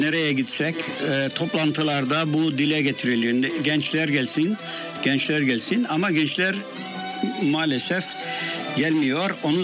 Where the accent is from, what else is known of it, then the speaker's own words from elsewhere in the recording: Northern Cyprus, Cyprus; accent: Cypriot Turkish; Ama tekrar Kıbrıs Türk radyosu olarak yayın yapıyoruz. Biz kendi şivemizle, kendi dilimizle yayın yapıyoruz.